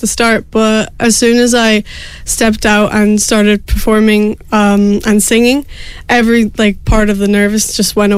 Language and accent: English; South Africa; now in Wicklow, Ireland; I am originally from South Africa, but I live in Wicklow.